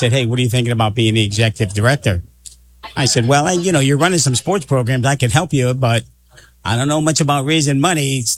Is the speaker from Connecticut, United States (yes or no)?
yes; Hartford, Connecticut, United States; And I've been in the Hartford community since birth. I was born and raised in Hartford.